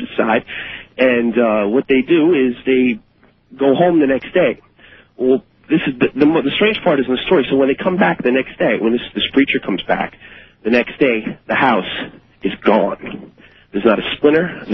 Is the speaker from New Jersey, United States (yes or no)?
yes; New Jersey, United States; I'm from New Jersey.